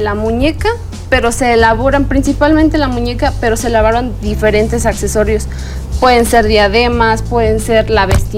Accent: Amealco, Querétaro, Mexico; Soy de la comunidad de Santiago Mezquitilán. Es una comunidad muy, muy grande del municipio.

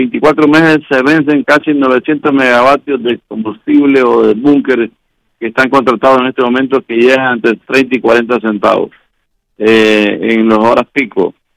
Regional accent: Honduras; la ENE es la institución del Estado que nosotros como hondureños tenemos que fortalecer

